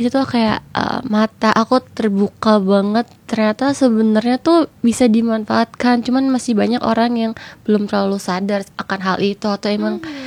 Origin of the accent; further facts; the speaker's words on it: Indramayu, West Java, Indonesia; aku asalnya kan dari Cirebon, Indramayu.